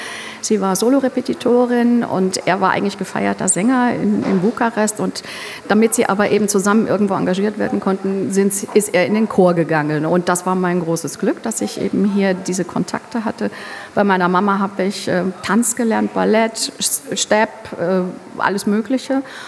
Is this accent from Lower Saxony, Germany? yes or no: no; Kaiserslautern, Rhineland-Palatinate, Germany; born there; Ich wusste nicht, wie brisant dieser Ort ist, denn als dann das alte Pfalztheater im Zuge dieser Aushubarbeiten für die Mall abgerissen wurde und der Boden aufgemacht wurde, kam ja raus, da war eine Weltkriegsbombe. Also ich habe einen sehr brisanten Platz gehabt zum Aufwachsen.